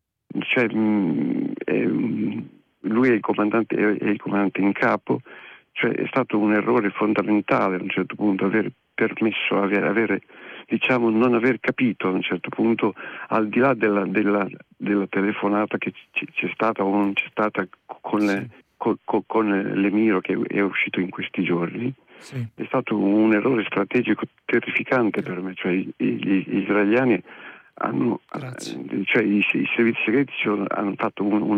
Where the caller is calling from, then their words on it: Bologna, Emilia-Romagna, Italy; telefono da Bologna.